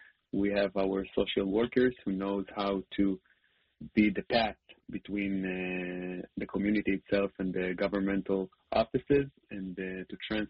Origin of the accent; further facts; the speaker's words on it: Holon, Tel Aviv District, Israel; the club that he goes in Holon, my hometown.